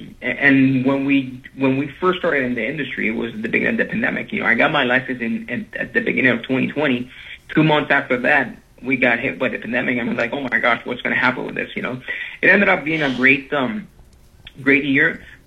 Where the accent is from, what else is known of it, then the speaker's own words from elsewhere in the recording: Colombia; also born or lived in North Carolina / Miami; now in United States; So I went to a British Catholic school in Colombia, where I learned English, very early on. And then when I moved to the U.S., I went to a Christian school here in North Carolina for a little bit, then moved to Miami.